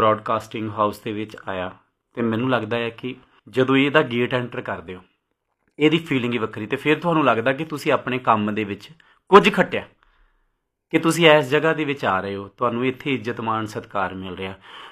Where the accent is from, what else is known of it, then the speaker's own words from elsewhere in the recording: Punjab, India; ਮੈਂ ਤਰਨ ਤਾਰਨ ਜ਼ਿਲ੍ਹੇ ਦਾ, ਉਹ ਬਿਲਕੁਲ ਬਾਰਡਰ 'ਤੇ ਸਾਡਾ ਪਿੰਡ ਆ